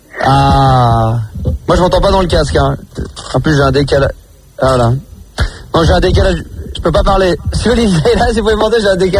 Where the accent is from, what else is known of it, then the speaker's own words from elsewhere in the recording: Bordeaux, Nouvelle-Aquitaine, France; tu dis que je suis pas con, je suis de Bordeaux.